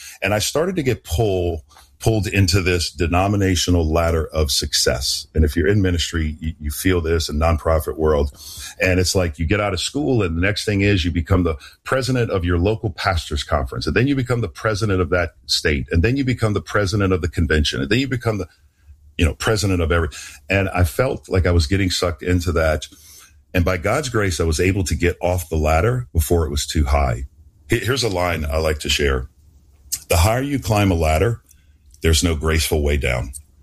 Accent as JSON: {"language": "English", "town": "New Orleans", "region": "Louisiana", "country": "United States", "tie": "born or raised there", "said": "I was raised in New Orleans and Roman Catholic, very religious, went to church every Sunday"}